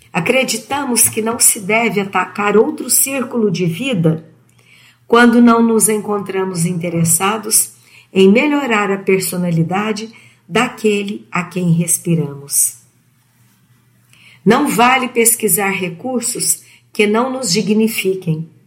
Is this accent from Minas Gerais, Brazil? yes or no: yes; Uberlândia, Minas Gerais, Brazil; sou da cidade de Uberlândia e sou voluntária na Web Rádio Fraternidade